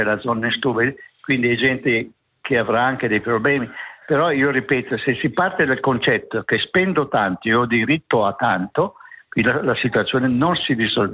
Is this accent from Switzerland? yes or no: yes; Lugano, Ticino, Switzerland; io sono nato, cresciuto a Lugano, vivo